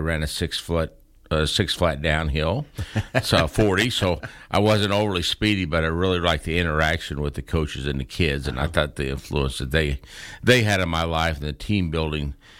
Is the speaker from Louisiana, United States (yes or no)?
no; Keats, Kansas, United States; I grew up in a big metropolis of Keats, Kansas.